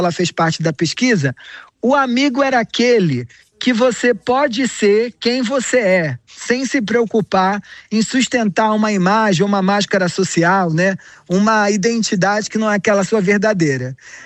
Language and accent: Portuguese; Rio de Janeiro, Brazil; eu venho de uma cidade, né? Eu sou carioca.